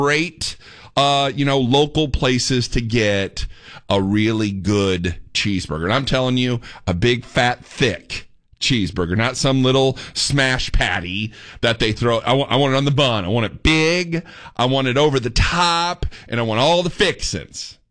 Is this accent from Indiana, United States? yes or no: yes; Indiana, United States; now in Dallas-Fort Worth, United States; I'm from Indiana